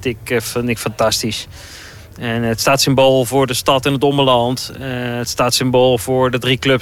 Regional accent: Groningen, Netherlands; Ja, het doet me vooral heel veel als Groninger. Niet eens zozeer als Lycurgiaan, maar vooral als Groninger. Ik kom hier vandaan.

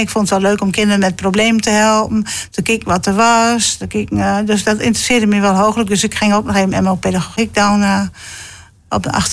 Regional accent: Beerta, Groningen, Netherlands; moved away; also born or lived in Zuidbroek; In Beerte gingen we nooit naar de film.

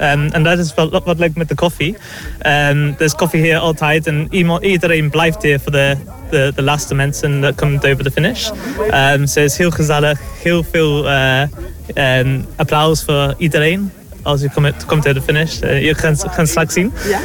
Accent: Wales, United Kingdom; Dutch is a second language; moved away as an adult; now in Groningen, Netherlands; Ik kom uit Wales. So ik heb hier gestudeerd 10 jaar geleden.

